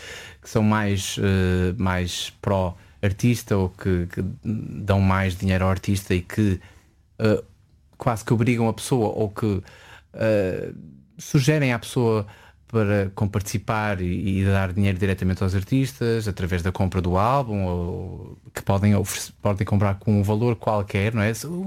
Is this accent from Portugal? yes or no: yes; Porto, Norte, Portugal; also born or lived in Azores; a minha família, do lado da minha mãe, é dos Açores e eu nasci nos Açores e, ou seja, na realidade vivi quase a minha vida toda no Porto, em território nacional.